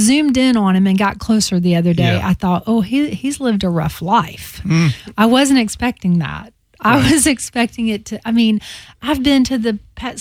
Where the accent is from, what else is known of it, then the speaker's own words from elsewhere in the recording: the South, United States; I was raised in the South.